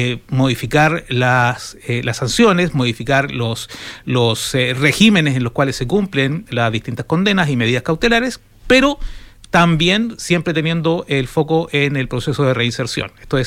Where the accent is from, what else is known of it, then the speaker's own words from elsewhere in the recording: Iquique, Tarapacá, Chile; Yo soy iquiqueño, ya voy a cumplir 60 años